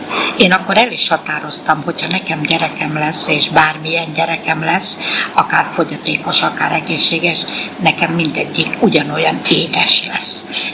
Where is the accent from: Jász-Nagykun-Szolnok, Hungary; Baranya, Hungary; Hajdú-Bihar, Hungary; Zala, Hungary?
Zala, Hungary; now in Budapest, Hungary; Egy zalai kisfaluban, Zalabérbagykon éltem, de Zala-Szentgyörgyön születtem. Most már Szentgyörgyvölgy, az Őrségben található ez a kisfalu.